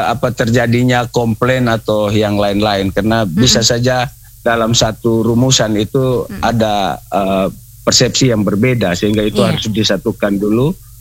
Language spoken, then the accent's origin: Indonesian; East Nusa Tenggara, Indonesia; sebagai warga Kabupaten ND, Leo, Nage, Sarepawe gitu.